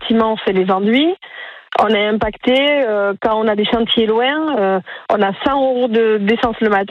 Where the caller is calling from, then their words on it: Benquet, Nouvelle-Aquitaine, France; je suis à Benquet